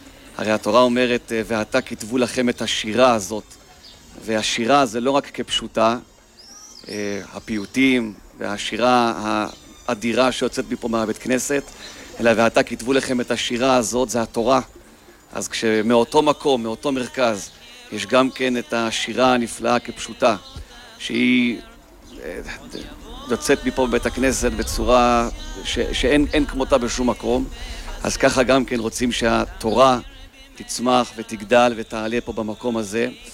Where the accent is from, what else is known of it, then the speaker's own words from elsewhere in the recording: Jerusalem, Jerusalem District, Israel; born there; אני גדלתי על החזנות של